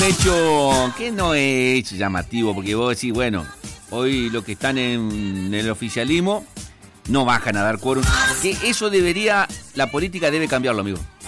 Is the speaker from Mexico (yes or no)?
no; Argentina; Nosotros se lo permitimos, como argentinos se lo permitimos.